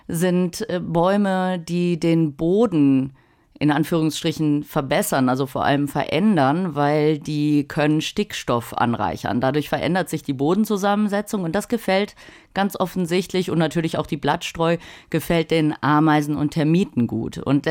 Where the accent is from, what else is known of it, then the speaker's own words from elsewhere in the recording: North Rhine-Westphalia, Germany; now in Brazil; Bei Köln bin ich groß geworden